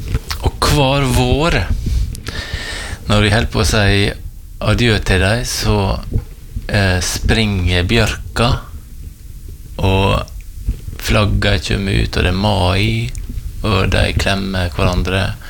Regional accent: Valderøya, Møre og Romsdal, Norway; moved away; also born or lived in Trøndelag; Opprinnelig så kommer jeg fra Valdrøya. Jeg har fire barn og en kone. Alle ungene snakker trøndersk, og det kommer nok av at vi har bodd der oppe i 20 år.

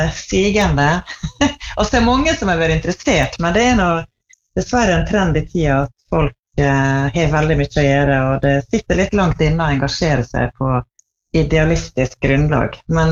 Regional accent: Tresfjorden, Møre og Romsdal, Norway; Jeg vokste opp I Tresfjorden, som da på andre siden av fjellet. Da jeg var der, faren min var prest I Tresfjorden

